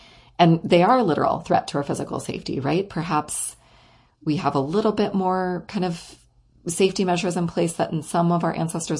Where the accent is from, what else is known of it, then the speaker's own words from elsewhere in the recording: Orange County, California, United States; now in San Francisco Bay Area, United States; I grew up in Orange County and I have most of my family in LA County and in Orange County.